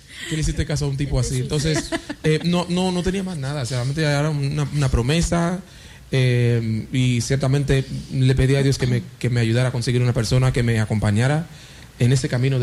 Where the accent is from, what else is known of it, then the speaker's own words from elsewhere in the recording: Haiti; Spanish is a second language; moved away; Yo soy de Haití